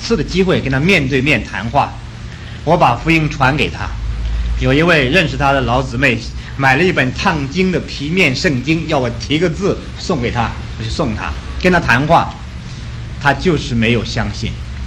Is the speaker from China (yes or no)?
yes; China; 胡先生，我们中国人都知道胡适是国宝了啊